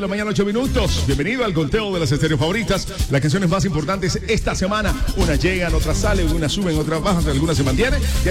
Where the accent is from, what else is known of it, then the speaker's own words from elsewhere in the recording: Colombia; somos más los colombianos